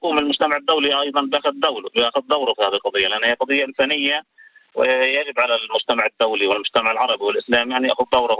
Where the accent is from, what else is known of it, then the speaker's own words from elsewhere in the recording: Palestine; نحن كمجتمع فلسطيني بشكل عام